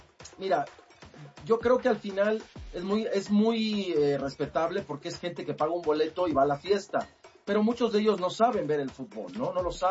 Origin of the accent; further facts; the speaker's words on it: Alicante, Valencian Community, Spain; Soy de Alicante.